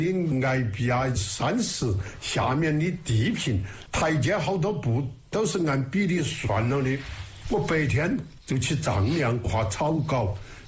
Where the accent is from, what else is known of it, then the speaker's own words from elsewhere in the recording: Sichuan, China; 我们四川人读哈。